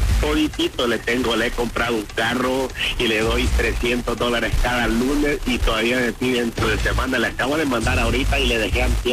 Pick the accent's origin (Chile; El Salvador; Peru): El Salvador; No, soy salvadoreño.